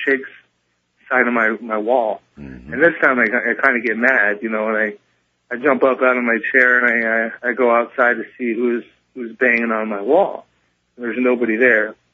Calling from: Tacoma, Washington, United States; from Tacoma.

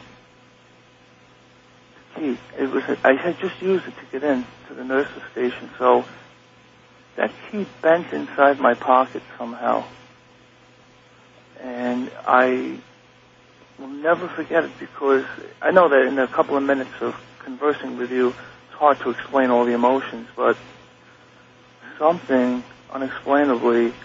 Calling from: New Rochelle, New York, United States; New Rochelle, New York.

